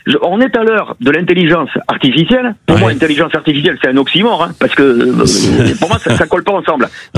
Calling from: Nouvelle-Aquitaine, France; Les Pyrénées-Atlantiques, au Roi de Marie.

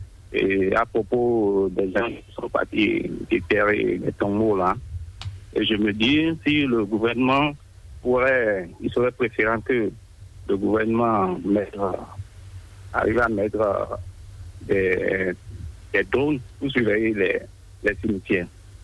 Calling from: Abomey-Calavi, Atlantique, Benin; Oui, je vous appelle depuis Glodibé.

